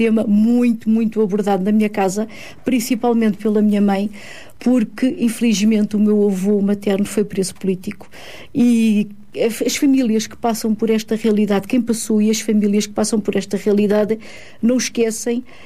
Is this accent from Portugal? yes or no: yes; Pinteus, Lisbon, Portugal; also born or lived in Guinea-Bissau; eu vim de Guiné-Bissau efetivamente muito pequena, eu vim com um mês de idade, e depois fui criada, toda a minha infância foi passada, portanto, numa pequena aldeia, Pinteus, que pertence ao concelho de Loures